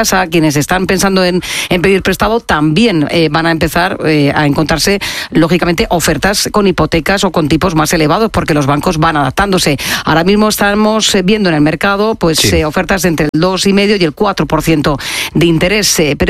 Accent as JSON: {"language": "Spanish", "region": "Region of Murcia", "country": "Spain", "said": "desde mi tierra querida, desde Murcia, en Jumilla"}